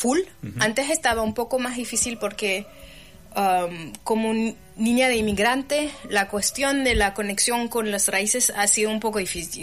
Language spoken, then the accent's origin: Spanish; Switzerland; born there; Spanish is a second language; yo soy también de Suiza.